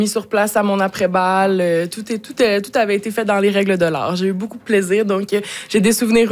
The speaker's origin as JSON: {"language": "French", "region": "Quebec", "country": "Canada", "said": "Je viens de la Rive-Nord de Montréal"}